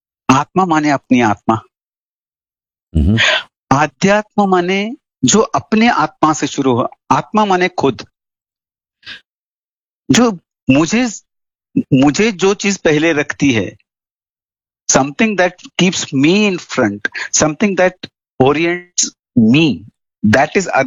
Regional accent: Karnataka, India; मैं कर्नाटका से हूं और बस अपनी 60 साल की जिंदगी में जो भी सीखा है

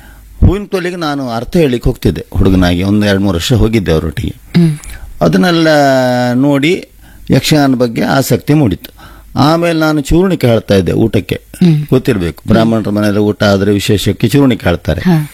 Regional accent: Barkur, Karnataka, India; born there; also born or lived in Ultur, Karnataka; ನನ್ನ ತಾಯಿ ಮನೆ ಉಳ್ತೂರು, ಅಲ್ಲಿ ನಾನು ಸಣ್ಣದಲ್ಲಿ ಇದ್ದದ್ದು. ಆಮೇಲೆ ನಮ್ಮ ಮನೆ ಬಾರ್ಕೂರ್ ಹತ್ರ ಕೂಡ್ಲಿ ಅಂತ, ಹಾಗಾಗಿ ನಾನು

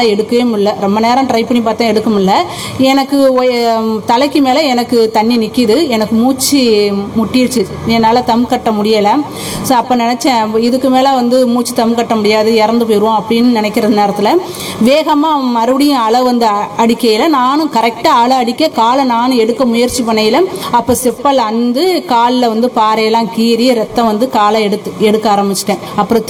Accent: Narikkuzhi, Tamil Nadu, India; born there; now in Paman Thetkuvadi, India; நான் பிறந்த ஊர் வந்து நரிக்குழி அப்படின்னு ஒரு கிராமத்துல நான் பிறந்தேன். எனக்கு கல்யாணம் பண்ணி கொடுத்தது தான் பாமன் தெற்குவாடி கிராமம். இப்போ அங்கே தான் இருக்கேன்.

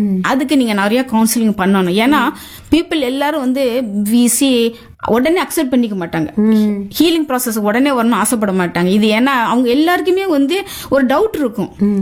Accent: Tamil Nadu, India; born there; நான் வந்து தமிழ்நாடு பொண்ணு. ஆக்சுவலி தமிழ்நாட்டில் தானே நாங்க பிறந்தோம்.

